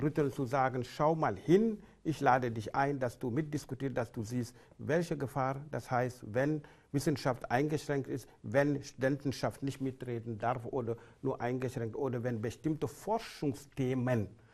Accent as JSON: {"language": "German", "town": "Halle", "region": "Saxony-Anhalt", "country": "Germany", "said": "als Sachsen-Anhaltiner, als Hallenser, sage ich einfach, es ist nicht egal."}